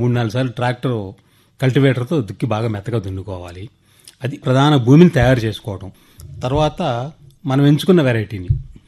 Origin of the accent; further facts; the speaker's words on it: Nutakki, Andhra Pradesh, India; 2001 తిరిగి వచ్చి నా సొంత గ్రామానికి వచ్చి నాకు 12 ఎకరాల వ్యవసాయం ఉంది.